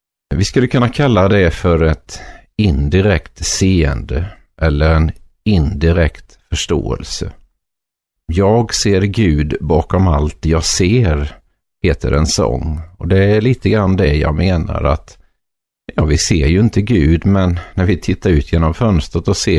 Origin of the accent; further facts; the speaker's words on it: Småland, Sweden; Jag kommer ju från Småland och det hörs väl troligen.